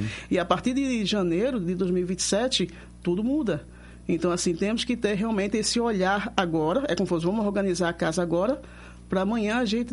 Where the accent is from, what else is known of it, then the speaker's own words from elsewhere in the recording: Recife, Pernambuco, Brazil; moved away as an adult; now in Curitiba, Brazil; Eu sou de Recife, né, na realidade.